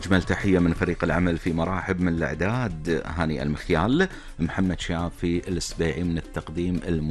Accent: Kuwait; إحنا كمجتمع كويتي

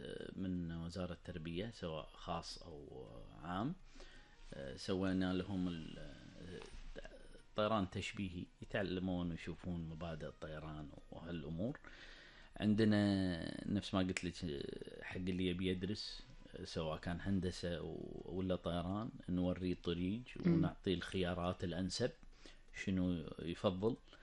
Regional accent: Kuwait; موجود عندنا بالكويت

